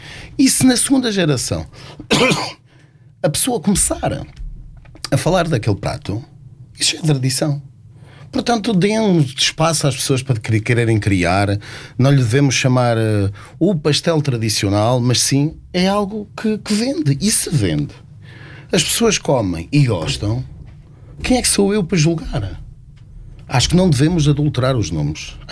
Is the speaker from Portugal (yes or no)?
yes; Trás-os-Montes, Portugal; Eu sou de Trás-os-Montes.